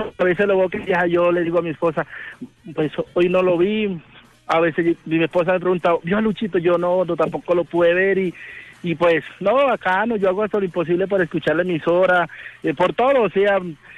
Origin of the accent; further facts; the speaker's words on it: Montería, Córdoba, Colombia; Yo soy de Córdoba, Montería.